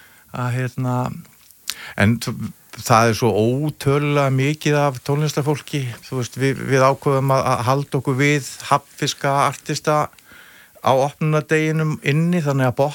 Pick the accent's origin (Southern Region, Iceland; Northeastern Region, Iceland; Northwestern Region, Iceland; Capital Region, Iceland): Southern Region, Iceland; Vestmannaeyjar; born or raised there